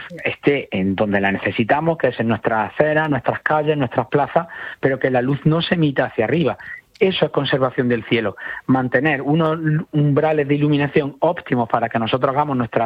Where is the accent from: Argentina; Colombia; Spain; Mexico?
Spain; Jaén, Andalusia; yo en concreto que soy de Jaén